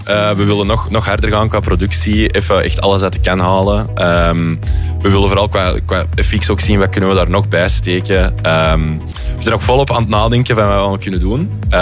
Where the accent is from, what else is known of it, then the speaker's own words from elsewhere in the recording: Belgium; en ik zeg dat ik van België ben